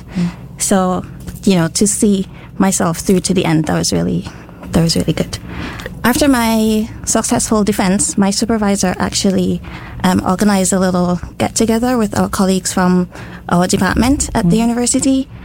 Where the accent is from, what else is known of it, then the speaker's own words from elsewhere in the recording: Montserrat; I think that it was as simple as, like, growing up on Montserrat. So growing up with a volcano in your background, like, 30 minutes drive away from where you live.